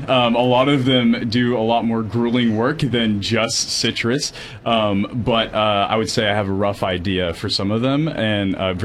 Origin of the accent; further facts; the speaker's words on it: Sacramento, California, United States; I come from Sacramento, California, up in the foothills, yeah, next to Auburn. I grew up doing mandarin work and being a part of some of the farmers markets up there.